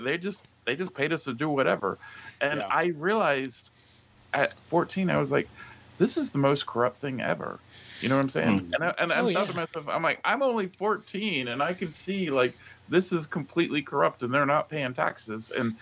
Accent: the South, United States; I'm from the South, and I grew up with those people.

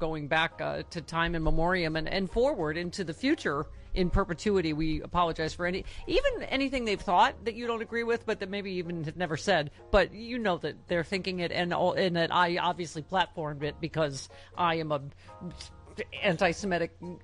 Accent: Lockport, New York, United States; This is from my hometown. There's nothing like hometown love from Lackport. You know, Mama's from Lackport, up the transit from Cheektowaga, Lackawanna, and Tanawanda.

